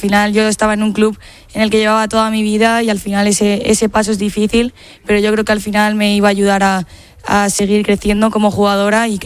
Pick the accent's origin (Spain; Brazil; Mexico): Spain; Madrid, Community of Madrid; Eso es. Yo soy de Madrid.